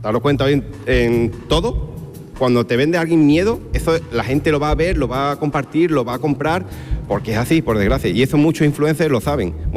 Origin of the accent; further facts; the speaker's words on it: Jerez de la Frontera, Andalusia, Spain; moved away as an adult; also born or lived in France; Dejar Jerez, dejar tu tierra, la familia, los amigos, irte para allá, para Francia, sin tener mínima idea del francés, sin conocer a nadie